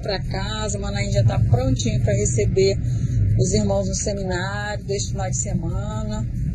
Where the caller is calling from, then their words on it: Brasília, Federal District, Brazil; bastante calor aqui no DF.